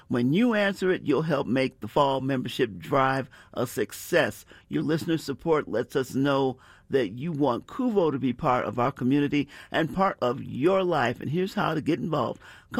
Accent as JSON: {"language": "English", "region": "East Coast", "country": "United States", "lives_now": "Colorado, United States", "said": "I'm telling you, in Colorado, you know, I'm from the East Coast."}